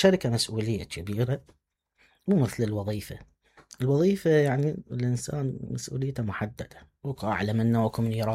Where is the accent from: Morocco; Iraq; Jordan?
Iraq; Hillah, Babil